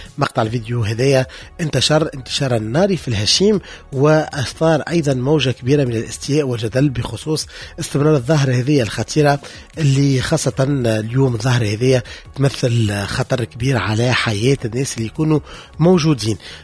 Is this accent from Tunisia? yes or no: yes; Tunisia